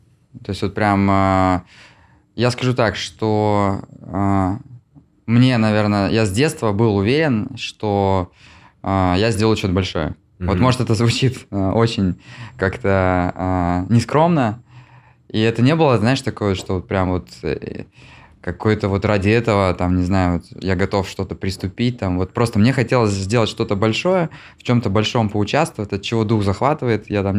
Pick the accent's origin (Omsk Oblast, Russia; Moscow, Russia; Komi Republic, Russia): Komi Republic, Russia; Syktyvkar; Я вырос в Сыктывкаре.